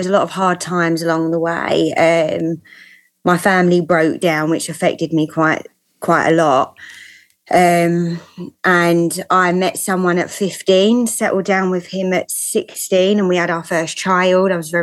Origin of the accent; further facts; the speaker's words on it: London, United Kingdom; accent: London; I'm a Southeast Londoner.